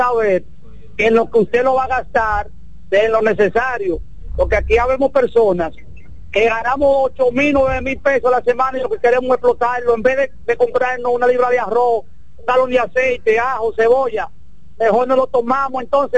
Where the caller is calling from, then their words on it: Dominican Republic; Nosotros como pueblo dominicano